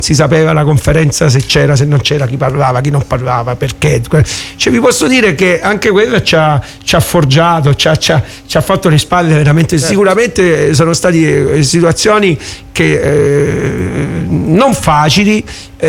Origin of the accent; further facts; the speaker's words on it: Villa San Giovanni, Calabria, Italy; la squadra di calcio del mio paese, che per quest'anno è ritornato il calcio a Villa